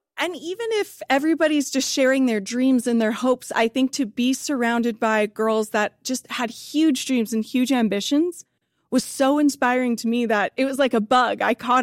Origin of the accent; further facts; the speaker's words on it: Coaldale, Alberta, Canada; So I grew up in Coaldale. I went to St. Joseph's School, and then I went to Catholic Central High School, and then eventually to the University of Lethbridge.